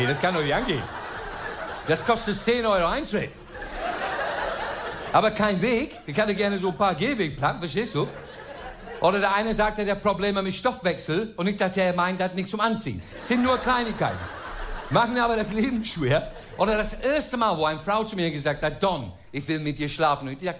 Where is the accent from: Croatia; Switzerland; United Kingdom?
United Kingdom; England; German is a second language; now in Germany; Ja, ich bin Engländer, bin aber seit 30 Jahren in Deutschland, jetzt mittlerweile wirklich 30 Jahre in Deutschland.